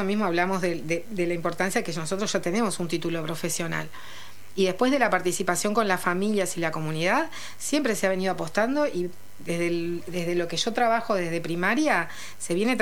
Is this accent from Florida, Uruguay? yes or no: yes; Florida, Uruguay; also born or lived in Maldonado; now in Montevideo, Uruguay; estoy en Montevideo y recorro todo el país, pero también, como dijo Milka, soy originaria de Florida, también trabajé en Maldonado.